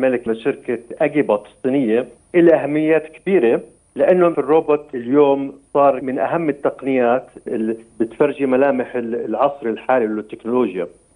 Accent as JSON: {"language": "Arabic", "country": "Jordan"}